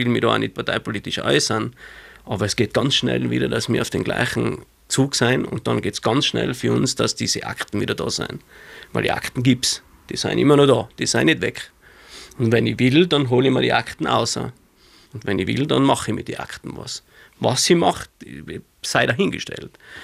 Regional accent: Innsbruck, Tyrol, Austria; Also bei uns in Innsbruck sagt man zu den Nicht-Jenischen Gaci.

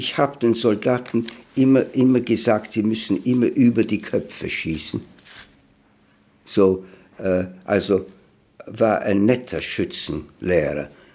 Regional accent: Vienna, Austria; moved away; du aus Wien herkommen musste. Warum? Und habe ich gesagt, weil ich ein Jude bin.

